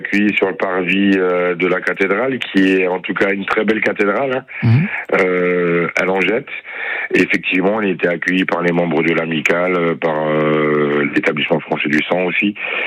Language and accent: French; Grand Est, France; moi, je suis originaire de l'Alsace, donc du Grand Est.